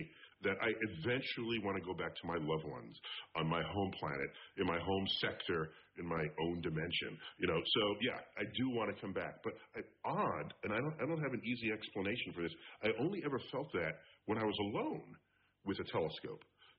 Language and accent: English; New York City, New York, United States; born and raised in New York City, where I now serve as director.